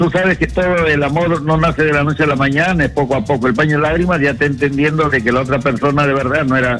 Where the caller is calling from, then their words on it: Huarmey, Ancash, Peru; De la ciudad de Guarmey